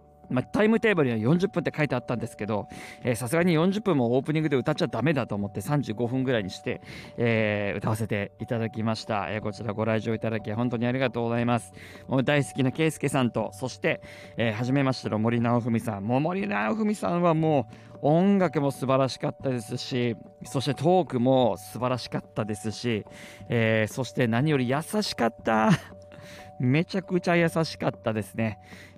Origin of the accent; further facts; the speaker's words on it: Saitama, Japan; 地元埼玉での